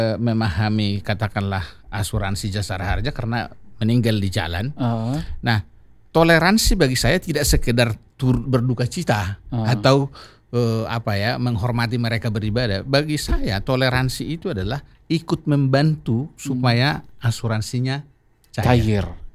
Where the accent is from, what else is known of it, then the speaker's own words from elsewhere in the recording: North Sumatra, Indonesia; Makna saya memahami saya sebagai orang Batak sekaligus orang Indonesia.